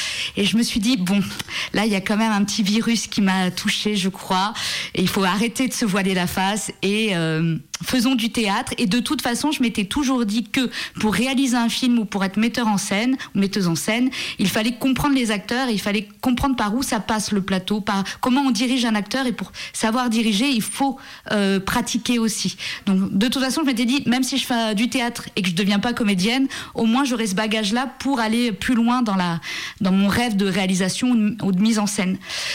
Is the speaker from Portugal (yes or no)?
no; Saint-Étienne, Auvergne-Rhône-Alpes, France; born there; donc je ne suis pas lyonnaise, mais je suis stéphanoise. Je suis née à Saint-Étienne